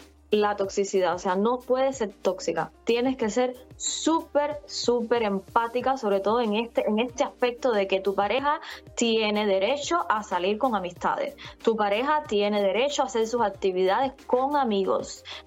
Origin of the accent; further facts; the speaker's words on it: Cuba; first language Spanish; now in Sweden; empecé con esa página de TikTok de … Empecé a hablar español en los live